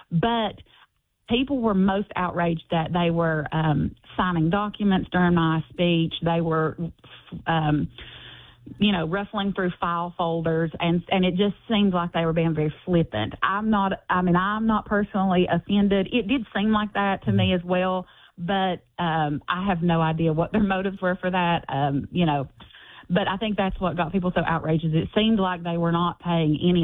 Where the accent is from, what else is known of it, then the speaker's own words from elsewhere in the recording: West Virginia, United States; I had a very, even though it was tucked in the mountains of West Virginia, and people might have, outsiders may say that I didn't have a lot of experience, I feel like I had a very rich childhood.